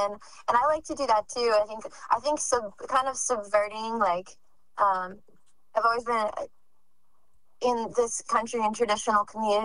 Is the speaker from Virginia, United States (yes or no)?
no; Pittsburgh, Pennsylvania, United States; I used to perform more bluegrass in my hometown up in Pittsburgh